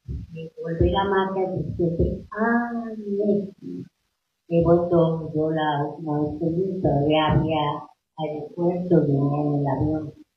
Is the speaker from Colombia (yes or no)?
yes; Colombia; also born or lived in Ecuador; yo soy ecuatoriana colombiana, nacida y estudiada en Colombia, y he tenido una trayectoria muy larga en el teatro de títeres, estudié diseño y teatro en Colombia